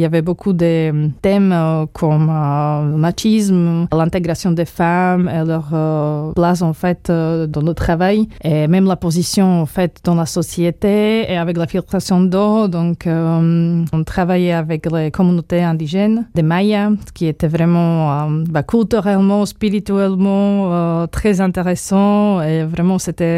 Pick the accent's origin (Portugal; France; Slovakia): Slovakia; Bratislava, Bratislava Region; French is a second language; Après, j'ai choisi en fait le lycée bilingue. Donc, chez nous à Bratislava, c'est le lycée Metodova.